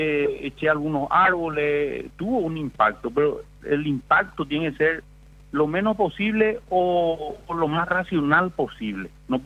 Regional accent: Chaco, Paraguay; como chaqueño, te voy a hablar como paraguayo

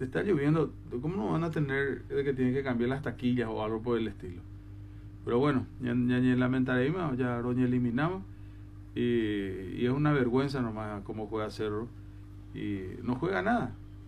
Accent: Paraguay; Yo soy paraguayo

